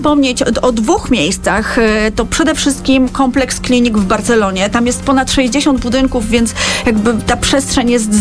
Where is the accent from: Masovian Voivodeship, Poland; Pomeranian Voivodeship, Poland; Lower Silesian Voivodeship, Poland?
Lower Silesian Voivodeship, Poland; Duszniki-Zdrój; now in Wrocław, Poland; bo ja jestem duszniczanką z urodzenia